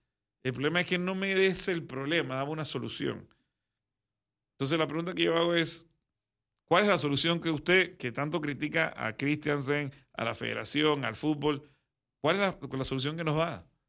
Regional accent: Panama; Nosotros somos panameños igual que ustedes.

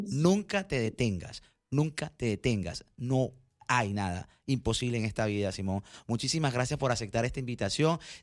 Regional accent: Barranquilla, Atlántico, Colombia; yo soy de costeño, allá de Barranquilla.

